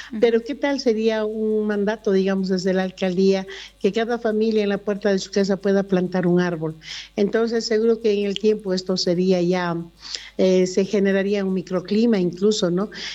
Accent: Llallagua, Potosí, Bolivia; Yo soy de Llallagua, así que a mí me da mucha pena tener que ver así mi Llallagua.

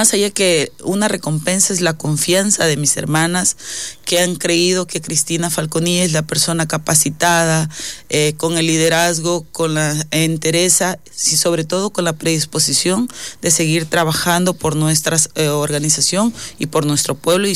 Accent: Ecuador

